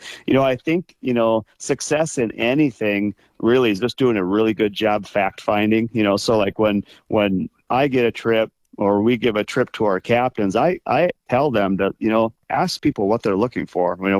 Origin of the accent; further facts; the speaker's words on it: Rochester, United States; moved away as an adult; now in Rainy Lake, United States; I was from Rochester again.